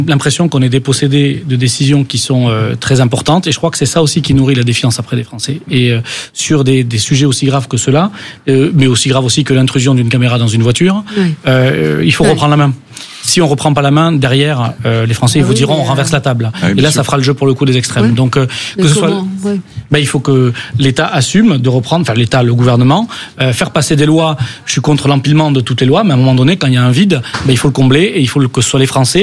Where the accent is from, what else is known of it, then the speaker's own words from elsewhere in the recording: Occitanie, France; Vous dire que je viens du Lot et quand je viens ici à Sud Radio avec vous, j'ai pas l'impression d'être à Paris.